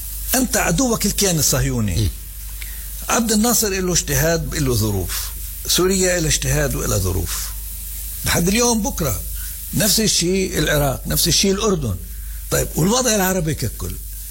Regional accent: Palestine; احنا لازم نعارض قرار 242 كفلسطينيين، كثورة، كمنظمة التحرير

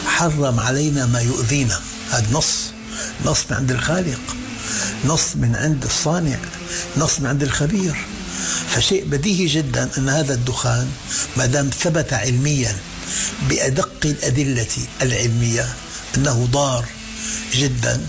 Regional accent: Syria; أنا أقول عن بلدي سوريا

